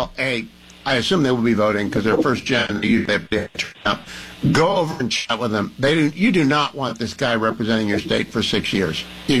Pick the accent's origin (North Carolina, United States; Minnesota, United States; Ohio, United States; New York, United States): Ohio, United States; Warren; I know Warren, Michigan, because I'm from Warren, Ohio, and there's a Warren, Pennsylvania.